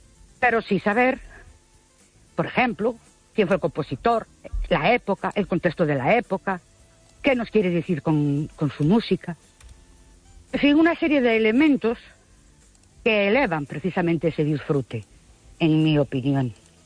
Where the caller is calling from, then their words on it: Ourense, Galicia, Spain; Buenas noches … de Ourense.